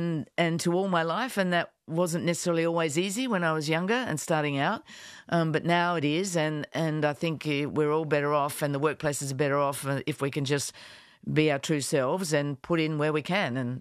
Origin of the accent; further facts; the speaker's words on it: Adelaide, South Australia, Australia; Really, it wasn't much of a thing to do a journalism school at university, journalism degree, when I was growing up in Adelaide.